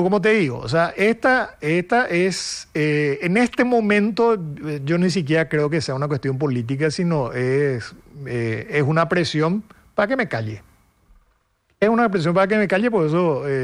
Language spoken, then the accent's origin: Spanish; Asunción, Paraguay; soy asunceno